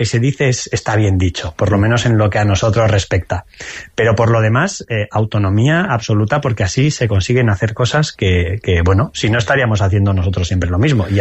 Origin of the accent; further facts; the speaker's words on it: San Sebastián, Basque Country, Spain; Yo soy donostiarra